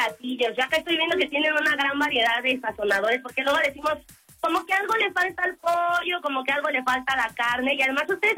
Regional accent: Mexico; nosotros como buenos mexicanos dejamos todo de último momento

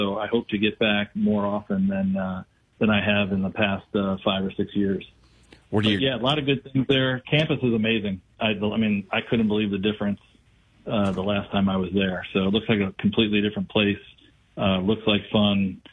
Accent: Belleville, Illinois, United States; also born or lived in Edwardsville; I was in Belleville

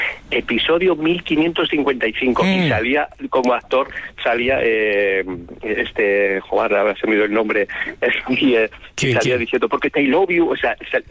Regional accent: Castile and León, Spain; now in Alcalá, Spain; Mira, estoy en Alcalá, es un culebrón ya en sí, pero yo soy de Tórtora de Guevara, de Burgos, y te mando un saludo de nuestra tierrilla.

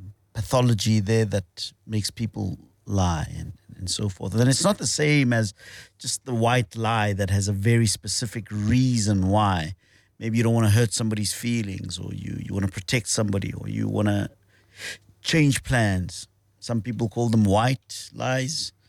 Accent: South Africa; I'm a South African, I know my people.

